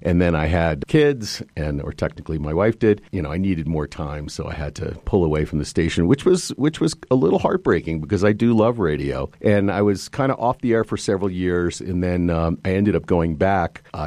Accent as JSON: {"language": "English", "town": "New York City", "region": "New York", "country": "United States", "tie": "born there", "also_born_or_lived": "Westchester / New Orleans / Virgin Islands", "moved": "as an adult", "lives_now": "Park City, United States", "said": "I was in New York. Well, I was born in Manhattan and raised my family in Westchester."}